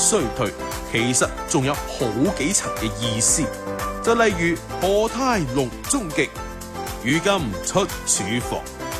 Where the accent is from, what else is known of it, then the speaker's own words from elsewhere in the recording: Xinhui, Guangdong, China; accent: Xinhui; 可以用嚟做我哋广东话论尽，即系新会话论尽嘅注脚。所以我哋新会话讲嘅论尽